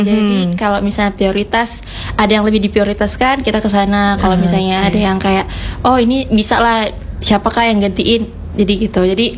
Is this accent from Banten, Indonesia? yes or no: no; Pontianak, West Kalimantan, Indonesia; Karena kalau kita ya kak, kalau kita itu orang Pontianak lah, kayak bisa kalau saya kan hidupnya lama di sini ya kak.